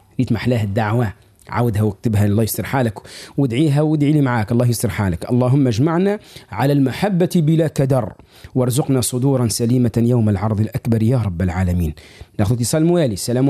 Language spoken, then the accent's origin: Arabic; Tunisia; وخيانا وأحبابنا وأهالينا في مدينة جربة وفي الجنوب ككل. بصراحة اللهجة متاعنا العادية، اللهجة متاعنا في أهالينا في الجنوب وبعض المناطق أيضا حتى في الشمال وفي الوسط، أنه في لهجتنا العادية الحروف نميلوها